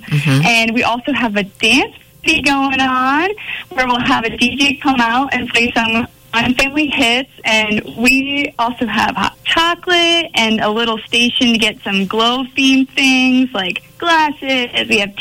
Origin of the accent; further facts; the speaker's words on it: Pennsylvania, United States; moved away as an adult; also born or lived in Delaware Valley University; now in Wisconsin, United States; I'm very, very thankful to be here in Wisconsin now. You're correct. I am East Coast. I'm originally from Pennsylvania, born and raised there. Mm-hmm. I am originally from McKinney, Pennsylvania, which is about an hour and 30 minutes north of Philadelphia.